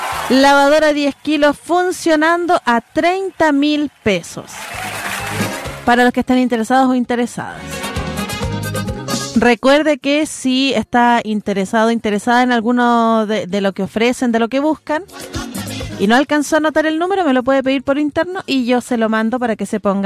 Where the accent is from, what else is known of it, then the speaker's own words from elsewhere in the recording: Antofagasta, Chile; now in Valdivia, Chile; Hoy Antofagasta. Saludos a la gente de allá, de donde vengo yo.